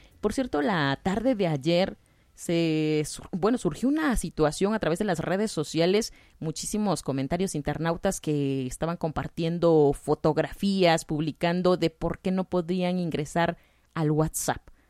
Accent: Oaxaca, Mexico

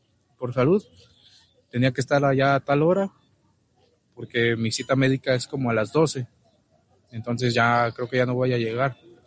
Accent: Jalisco, Mexico; Yo vengo de Jalisco.

